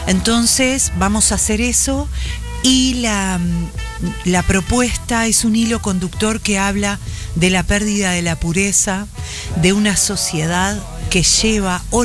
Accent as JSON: {"language": "Spanish", "region": "Rivera", "country": "Uruguay", "tie": "born or raised there", "also_born_or_lived": "Tacuarembó", "said": "Yo soy nacida en Tacuarembó, pero viví hasta los 6 años acá en Rivera."}